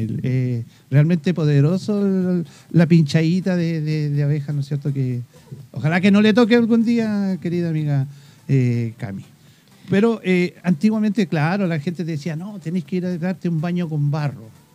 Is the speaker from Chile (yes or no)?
yes; Chile